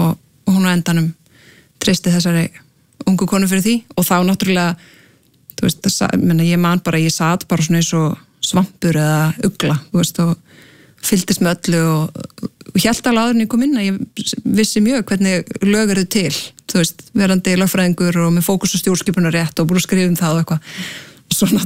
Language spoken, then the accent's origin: Icelandic; Akranes, Western Region, Iceland; eru tveir grunnskólar á Akranesi ólst upp á Vestugötu og flutti svo bara þegar ég var 12 ára